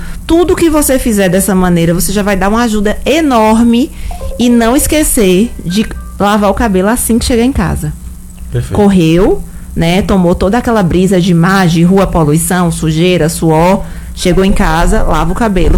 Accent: Bahia, Brazil; eu sou do interior da Bahia, lá tinha uma academia. Hoje tem mais de 50 academias numa cidade pequena.

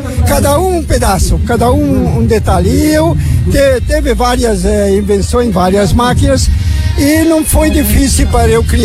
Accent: Rio dos Cedros, Santa Catarina, Brazil; na minha cidade natal, que é Rio dos Cedros

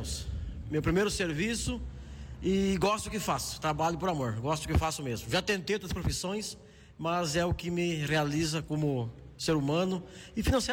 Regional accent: Arroio do Tigre, Rio Grande do Sul, Brazil; born there; also born or lived in Espumoso / Canoas / Novo Hamburgo; now in Soledade, Brazil; Eu não nasci em Arroio do Tigre, vim para isso, nasci em Arroio do Tigre, vim para Espumoso, morei 16 anos em Canoas, Novo Hamburgo, aí vim para a Soledade daí.

